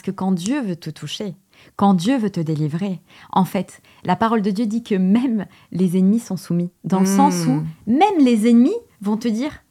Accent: Portugal; Parce que je suis portugaise.

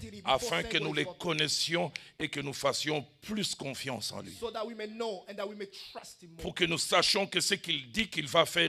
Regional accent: Kinshasa, DR Congo; Chez nous à Kinshasa, on disait ramasser, ce n'est pas voler.

